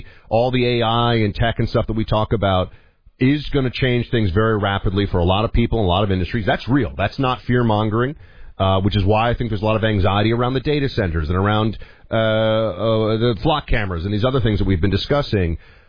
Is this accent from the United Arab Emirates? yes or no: no; New York City, New York, United States; I grew up in New York City. I know the Jewish community very well. I'm not Jewish.